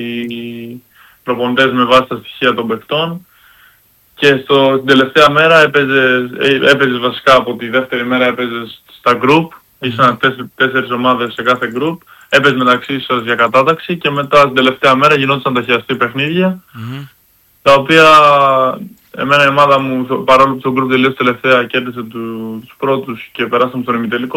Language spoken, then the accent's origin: Greek; Greece; Όταν τους είπα ότι είμαι από την Ελλάδα